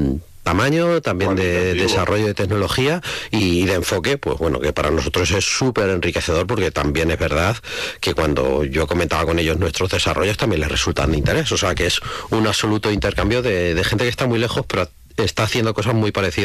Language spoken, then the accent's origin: Spanish; Puertollano, Castilla-La Mancha, Spain; que eras de España, te felicitaban por haber ganado el Mundial de Fútbol y a continuación te decían de dónde eres y cuando decías de Puerto Llano decían, es que hay mucho hidrógeno.